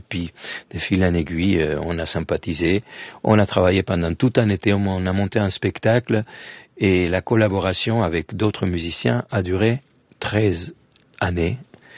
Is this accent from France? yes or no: no; Argentina; moved away; J'ai quitté l'Argentine pour faire que de la musique classique